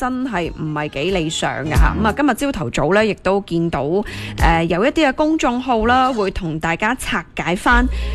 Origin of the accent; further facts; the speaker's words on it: Guangdong, China; 我哋广东人